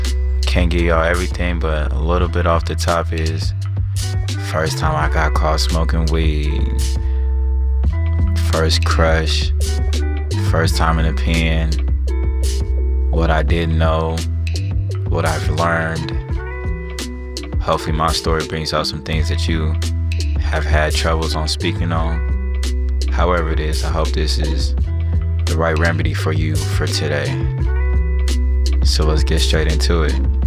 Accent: Sacramento, California, United States; I'm from Sacramento, 916, the city of trees. You know, it's very sunny out there.

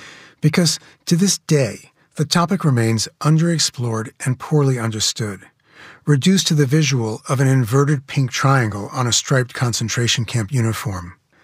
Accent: New York City, New York, United States; I grew up in Kew Gardens, a New York City neighborhood where many persecuted Jews had settled, refugees from before World War II and survivors of the Holocaust.

